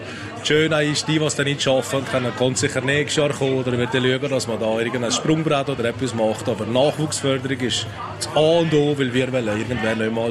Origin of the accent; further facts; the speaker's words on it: Valais, Switzerland; Das macht uns natürlich mega Spass, vom Wallis von hierher zu kommen